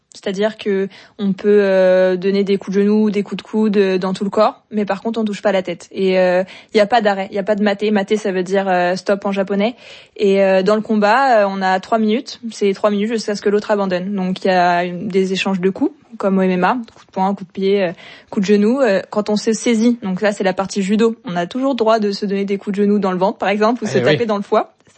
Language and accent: French; La Chapelle-la-Reine, Île-de-France, France